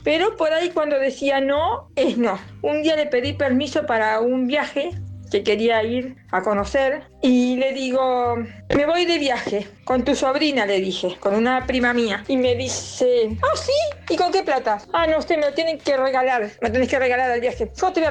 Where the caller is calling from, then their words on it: Beruti, Buenos Aires Province, Argentina; Hola Luisa, hola compartida … de Beruti.